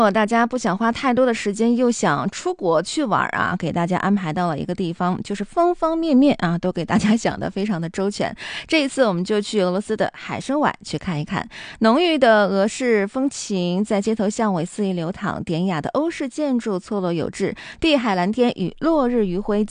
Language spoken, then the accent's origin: Chinese; Harbin, Heilongjiang, China; 我们哈尔滨是近在咫尺的，我们不用转机，不用倒时差，坐着大巴就能够轻松出境了。所以说它是独属于我们东北人的出境游福利。